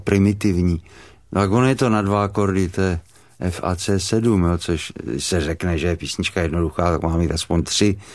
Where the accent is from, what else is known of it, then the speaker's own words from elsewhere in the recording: Liberec, Liberec Region, Czechia; já jsem to měl složitý, já jsem ještě taky část dětství prožil v Liberci